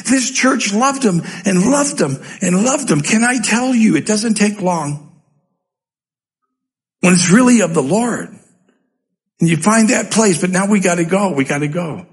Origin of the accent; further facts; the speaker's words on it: Denver, Colorado, United States; So here I come from Denver, Colorado. In Denver, Colorado, I am a mountain man.